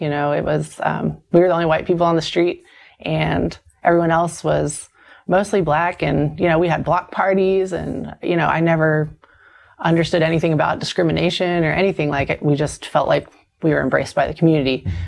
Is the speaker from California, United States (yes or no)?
no; New York, United States; born there; now in Steubenville, United States; I mean, I was born in Manhattan, New York.